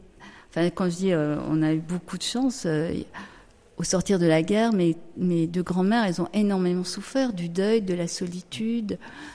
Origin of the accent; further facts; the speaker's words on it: France; moved away as an adult; also born or lived in Paris / Lebanon; j'ai donc toute mon enfance, adolescence en France, mes études à Paris d'infirmière, et puis après j'ai vécu 25 ans au Liban.